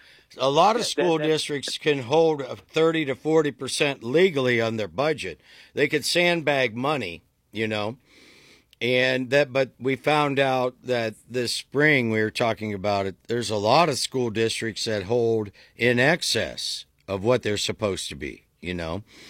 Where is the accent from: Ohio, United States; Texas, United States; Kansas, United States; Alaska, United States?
Ohio, United States; You know, growing up in Mayberry, RFD, Tuscarawas County, we were always raising money for sports.